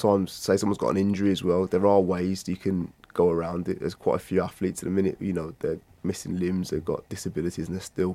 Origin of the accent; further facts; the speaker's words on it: Wolverhampton, West Midlands, United Kingdom; back when I was growing up in Wolverhampton